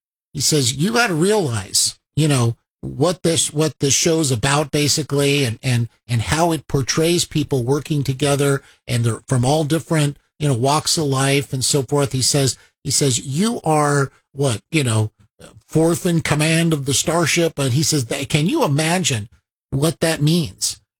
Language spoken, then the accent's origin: English; California, United States; And of course, growing up in California, and I've been able to visit Disneyland over the last few decades